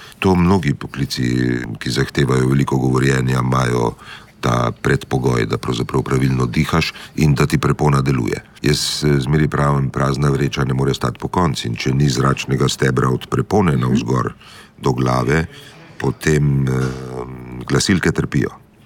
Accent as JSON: {"language": "Slovenian", "region": "Gorizia", "country": "Slovenia", "tie": "born or raised there", "said": "jaz izhajam z Vipavske doline in moja starša sta oba seveda živela pod Italijo med obema vojnama"}